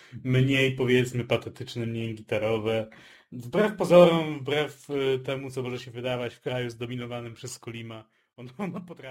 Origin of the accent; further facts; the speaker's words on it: Podlaskie Voivodeship, Poland; w miejscowości Siemiatycze, leżącej nieopodal mojej rodzinnej miejscowości.